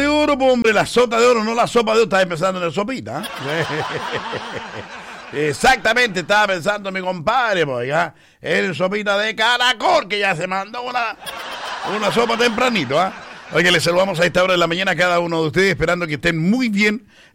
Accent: Chile; Así somos los chilenos

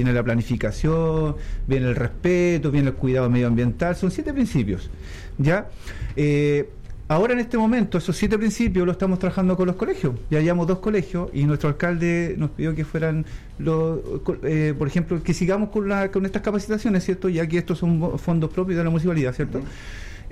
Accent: Chosuenco, Los Ríos, Chile; Yo vengo de la parte de Chosuenco, no sé si he ubicado, sí, pero claro.

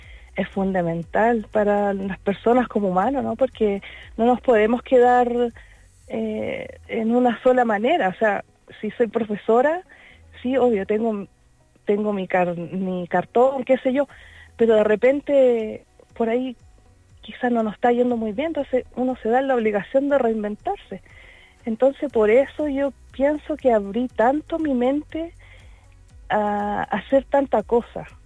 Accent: Calama, Antofagasta, Chile; yo soy oriunda de Calama.

